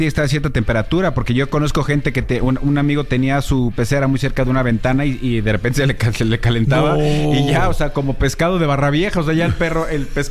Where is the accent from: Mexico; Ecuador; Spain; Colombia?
Mexico; Mexico City; No somos chillones los chilangos.